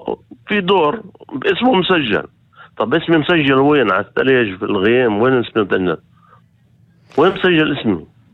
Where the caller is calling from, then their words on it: Shefa-Amr, Northern District, Israel; كأني أنا مواطن من حيفا مش من شفاعمر